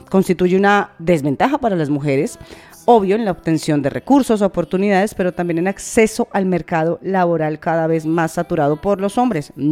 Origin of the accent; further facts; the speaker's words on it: Bogotá, Colombia; now in Spain; de la capital de Colombia, de mi ciudad natal.